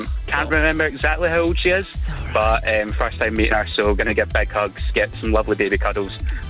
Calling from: Dumbarton, Scotland, United Kingdom; I am from a little place called Dumbarton, just outside Glasgow, but I just say Glasgow to everyone because no one knows where Dumbarton is.

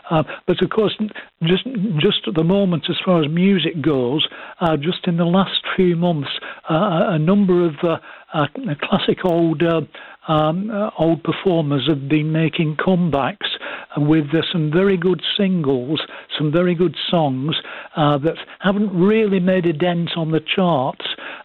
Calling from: Burnley, North West England, United Kingdom

